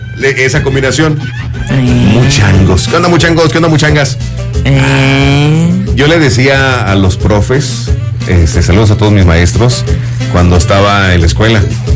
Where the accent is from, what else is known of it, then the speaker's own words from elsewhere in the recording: Mexico; Soy mexicano